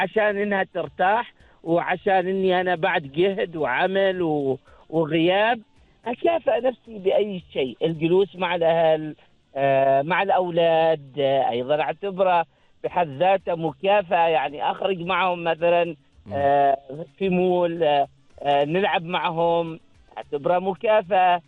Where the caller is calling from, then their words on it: Bidbid, Ad Dakhiliyah, Oman; من نفعة ولا يتبدبد